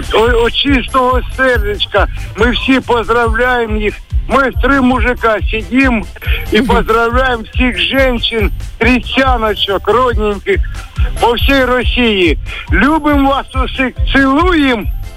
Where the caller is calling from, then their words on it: Kushchevskaya, Krasnodar Krai, Russia; accent: balachka; Мы самая северная у вас станычка.